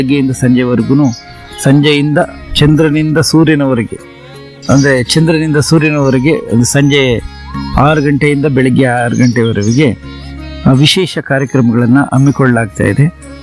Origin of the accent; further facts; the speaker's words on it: Karnataka, India; ಇದು ನಾನು ಕರ್ನಾಟಕದಲ್ಲಿ ಎಲ್ಲೂ ನೋಡಿಲ್ಲ, ಇಲ್ಲಿದೆ ಮಗ್ಗಿನ ನಮ್ಮೂರಲ್ಲಿ ಮಾತ್ರ ನೋಡಿರೋದು